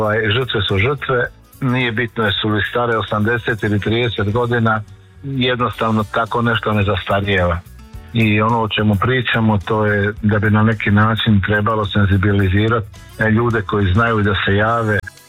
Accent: Croatia; Imali smo mi kao Hrvati

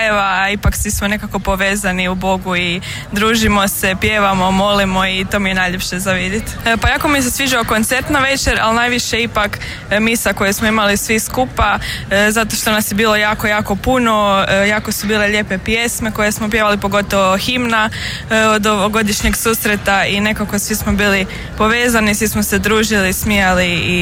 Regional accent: Krk, Primorje-Gorski Kotar County, Croatia; imam 16 godina i dolazim iz Župe Krk.

